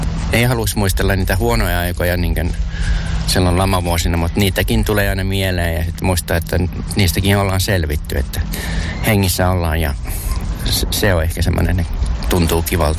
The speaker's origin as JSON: {"language": "Finnish", "town": "Vaasa", "region": "Ostrobothnia", "country": "Finland", "tie": "born there", "said": "Synnyin Vaasassa ja sitten sirkus oli Porissa viikon päästä, niin sinne piti mennä."}